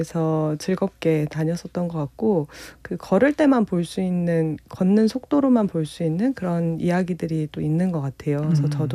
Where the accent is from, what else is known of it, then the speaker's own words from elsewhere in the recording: Seoul, South Korea; 제가 또 상계동은 어렸을 때 살던 곳이기도 했거든요.